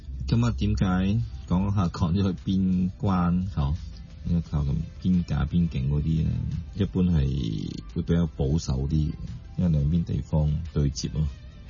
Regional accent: Hong Kong; 南寧啲白話同我香港啲白話就比較接近啲啦，但都有分別嘅

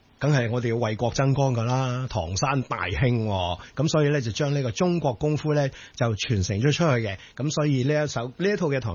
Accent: Hong Kong; 我記得我以前喺外國讀書嘅時候咧，一去到外國任何一個外國地方啊，啲人話你邊度嚟嘅？我香港。

